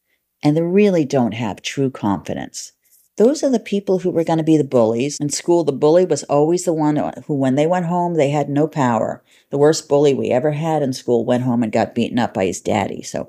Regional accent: New York, United States; I'm a New Yorker

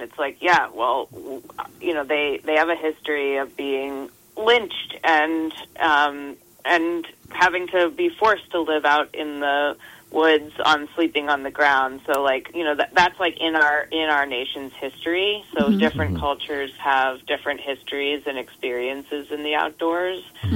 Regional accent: Massachusetts, United States; as a white woman growing up in Massachusetts, I always felt, you know, growing up specifically in, you know, rural or sort of a wooded area

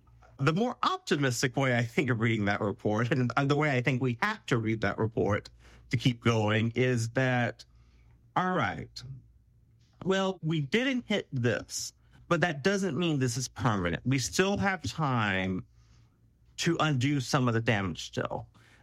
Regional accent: Charleston, South Carolina, United States; now in Arizona, United States; I'm from South Carolina. Growing up, other than Hugo, I can count on my hands the number of times Charleston probably flooded.

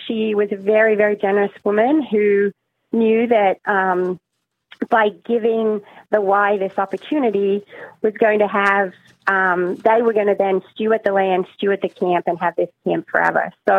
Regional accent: Australia; moved away as an adult; now in United States; I grew up in Australia.

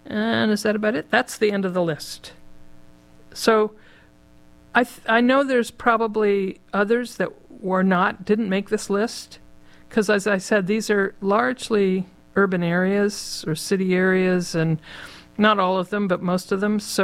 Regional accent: Connecticut, United States; I was raised in Connecticut, and I don't remember. And it was interesting. At the time, I was a young person in Connecticut, so I was there from the age of about 2.5 till 17.

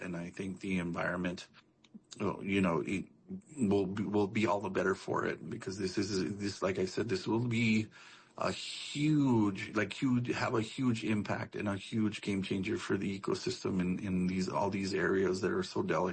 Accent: Texas, United States; also born or lived in New Mexico

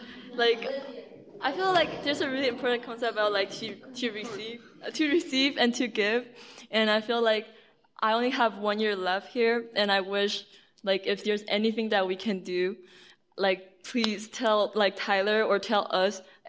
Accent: Taiwan; English is a second language; I'm from Taiwan. I'm still learning English, so I wish everyone can try to understand my English.

